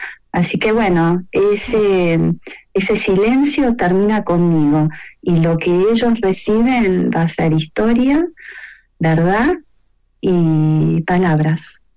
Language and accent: Spanish; Buenos Aires, Argentina; now in United States; cuando yo vivo en Estados Unidos y yo volvía a Buenos Aires